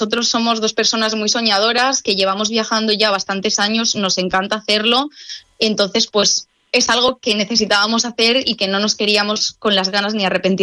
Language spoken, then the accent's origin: Spanish; Spain; moved away as an adult; cada vez que les decimos que somos españoles, nos dicen, ¿está lleno de españoles? Sí, la verdad es que somos muchos los que venimos aquí.